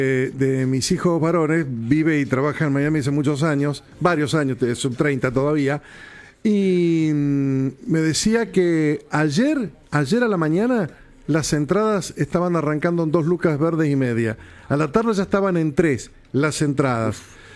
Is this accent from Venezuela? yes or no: no; Paraguay; Todos somos paraguayos. Vamos los paraguas.